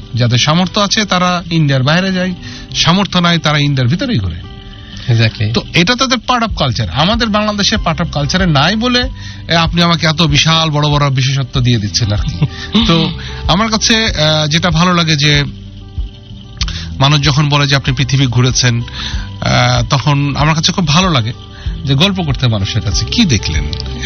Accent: Bangladesh; born there; কারণ আমি জন্মগ্রহণ করেছি বাংলাদেশে, আমার বাবা জন্মগ্রহণ করেছে পাকিস্তানে, আমার দাদা জন্মগ্রহণ করেছে ভারতবর্ষে

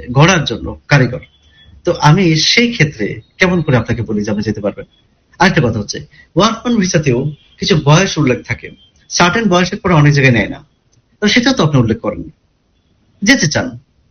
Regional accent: Kushtia, Khulna Division, Bangladesh; আমার বাড়ি যেমন কুষ্টিয়া

